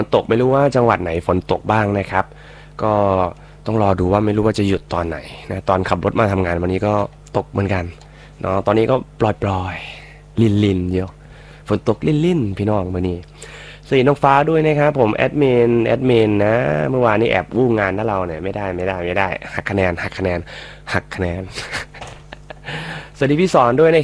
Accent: Chaiyaphum, Thailand; ผมคนเชียงภูมิเนี่ยทักทายพี่น้องคนบุรีรัมย์เลยสำเนียงผมอาจจะไม่ได้นะ

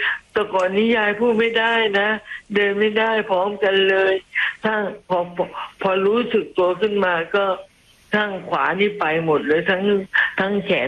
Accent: Nakhon Sawan, Thailand; ้จังหวัดนครสวรรค์อำเภอเมืองตลาดปากน้ำโพค่ะ

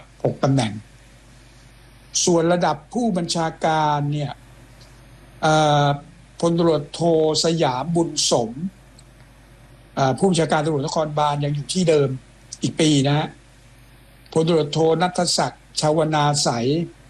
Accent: Surin, Thailand; accent: Surin; ่าผมเป็นเขมรผมก็บอกผมเป็นคนไทยเลยแต่พูดสำเนียง

